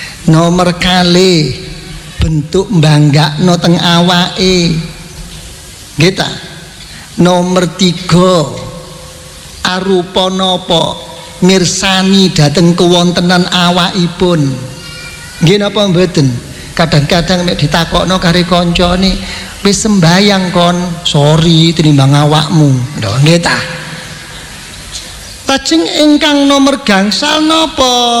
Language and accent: Javanese; Java, Indonesia; Pun faham napa mboten dereng pancen bahasa Arab sampeyan kali kula wong Jawa niku.